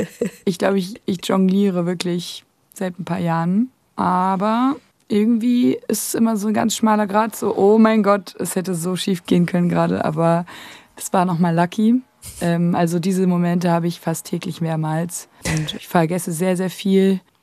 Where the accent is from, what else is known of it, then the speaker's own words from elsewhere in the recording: Berlin, Germany; moved away as an adult; also born or lived in Marburg; now in Rostock, Germany; Also ich bin in Berlin-Wilmersdorf aufgewachsen, im gut behüteten, mit meiner großen Schwester und meinen Eltern.